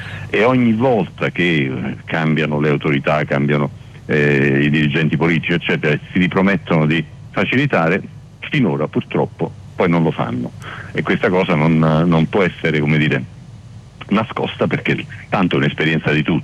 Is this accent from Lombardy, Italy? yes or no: no; Naples, Campania, Italy; io sono napoletano di origine, c'è un bellissimo proverbio